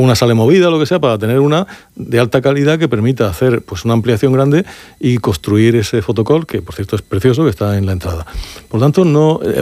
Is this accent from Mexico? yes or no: no; Spain; Pues sí, es que así somos los españoles.